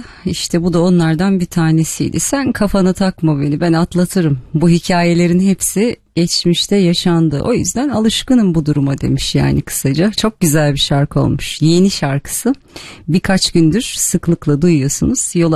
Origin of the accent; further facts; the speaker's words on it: Malatya, Turkey; Keşke denk gelseydi şöyle güzel bir Malatya türküsü çalsaydım. Çok severim ben bizim oraların türkülerini.